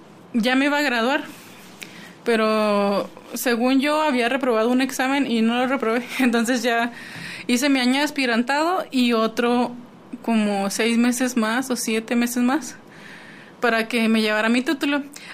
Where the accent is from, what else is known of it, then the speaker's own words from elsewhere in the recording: Ciudad Juárez, Chihuahua, Mexico; Sí, yo soy de aquí de Juárez.